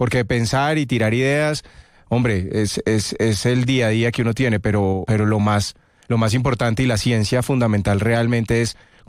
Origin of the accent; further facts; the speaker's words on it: Bogotá, Colombia; also born or lived in other parts of Colombia / abroad; pero soy bogotano 100%, Rolo. Nacido aquí en Bogotá.